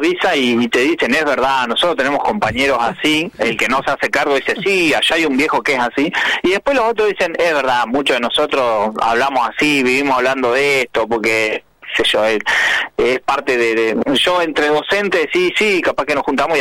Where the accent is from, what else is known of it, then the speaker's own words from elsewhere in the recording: Cinco Saltos, Río Negro, Argentina; mi vida, mi infancia, mi crianza acá en Cinco Saltos con los abuelos, la escuela primaria de aquella época, el bullying de aquella época, criado por mis abuelos, mi abuelo peón rural, así que de chacra me conozco todo